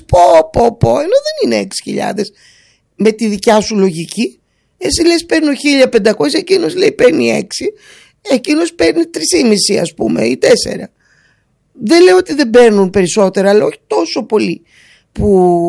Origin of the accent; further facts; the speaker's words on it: Greece; Το κάνω επειδή είμαι Ελληνίδα